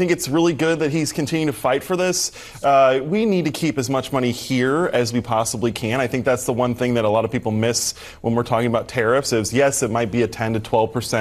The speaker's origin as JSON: {"language": "English", "region": "Midwest", "country": "United States", "said": "I'm from the Midwest."}